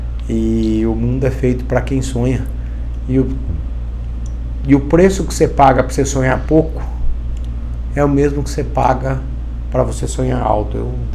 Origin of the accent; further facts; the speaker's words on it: Paraná, Brazil; Somos paranaenses de essência, de sangue.